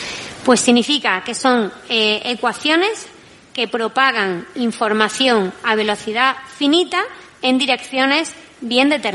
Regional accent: Málaga, Andalusia, Spain; now in Valencia, Spain; Yo soy malagueña y estoy en Valencia.

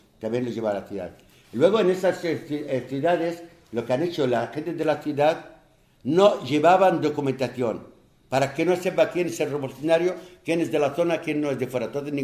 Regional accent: Palestine; dijeron que tiene que ser Palestina. Y así empieza el complot internacional en aquella época contra mi pueblo.

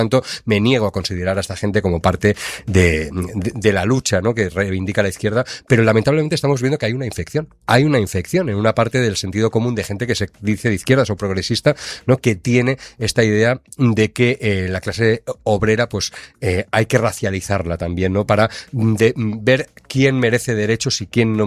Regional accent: Valencian Community, Spain; Yo como valenciano

